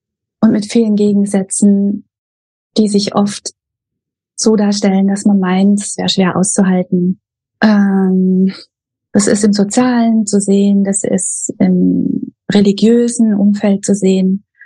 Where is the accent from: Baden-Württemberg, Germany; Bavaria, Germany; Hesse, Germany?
Baden-Württemberg, Germany; moved away as an adult; now in Cambodia; Ich komme aus dem Süden Deutschlands, bei Bruchsal bin ich groß geworden